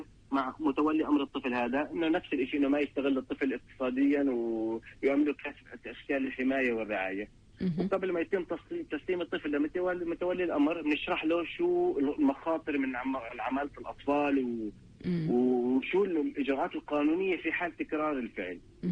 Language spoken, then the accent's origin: Arabic; Palestine; واحنا مجتمع فلسطيني بالذات مجتمع معطاء، مجتمع بناء، دائما احنا بنبني بنطور اي مكان احنا بنكون فيه كمجتمع فلسطيني